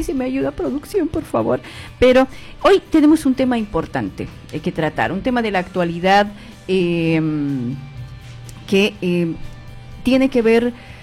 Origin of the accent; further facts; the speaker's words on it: Bolivia; now in Argentina; Nosotros como bolivianos, y no sé si lo has podido notar al interactuar con nosotros en la comunidad boliviana